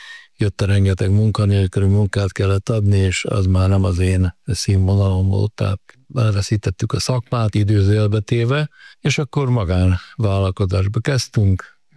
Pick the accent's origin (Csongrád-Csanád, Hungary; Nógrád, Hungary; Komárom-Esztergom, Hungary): Nógrád, Hungary; Nagybátony; Hát a Nógrád megyének a keleti végéből származom, nagybátonyi vagyok, a gyerekkoromat az Agydorónál az erdő közepén töltöttem